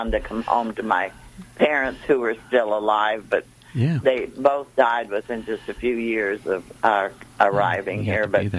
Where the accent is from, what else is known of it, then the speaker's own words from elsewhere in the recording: Illinois, United States; and he's from Oklahoma, and I'm from Illinois.